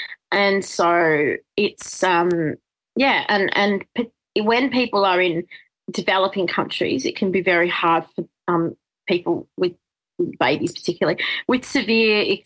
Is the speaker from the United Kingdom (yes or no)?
no; Australia; So they arrived here in January, I think, of 1981, and I was born later that year in December. And so I identified as very Australian, I think.